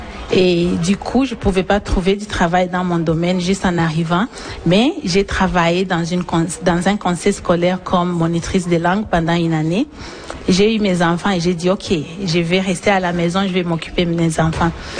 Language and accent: French; Bukavu, South Kivu, DR Congo; moved away as an adult; now in Canada; Non, je viens de l'Est, de Bukavu.